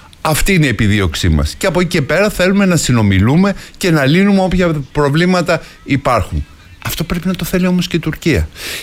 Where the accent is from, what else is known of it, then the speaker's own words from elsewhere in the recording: Greece; δεν πάβουμε να είμαστε Έλληνες άνθρωποι